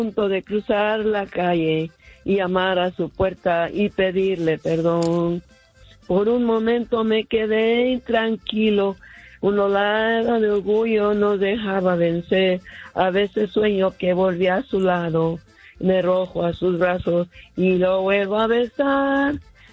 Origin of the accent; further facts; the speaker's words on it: McAllen, Texas, United States; born there; moved away; me acordaba de mi pueblo, porque yo soy mayor, pero no me regresaría a Texas